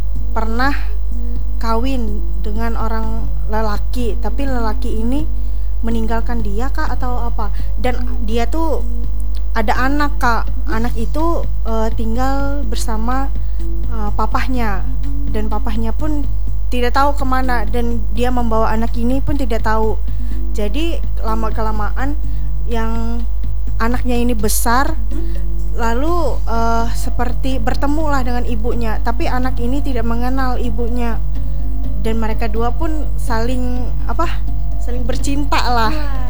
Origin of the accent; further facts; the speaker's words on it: Kalimantan, Indonesia; Apalagi kita orang Kalimantan kan percaya tentang hal-hal mistis